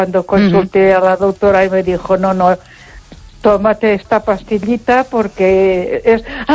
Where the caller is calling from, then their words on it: Ponferrada, Castile and León, Spain; de Ponferrada.